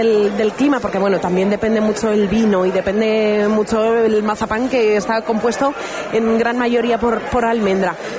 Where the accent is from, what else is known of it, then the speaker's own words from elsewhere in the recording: Castilla-La Mancha, Spain; nosotros mismos, ¿eh?, como castellano-manchegos, como ciudadanos, decir, no, oye, mira, que no solo te llevo un vino de mi tierra porque estoy agradecido contigo